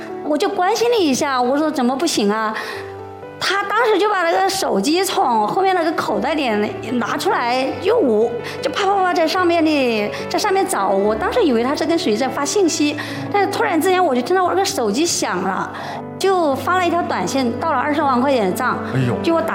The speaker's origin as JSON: {"language": "Chinese", "town": "Yichang", "region": "Hubei", "country": "China", "said": "我们宜昌那边不是有一个烤火的桌子嘛？"}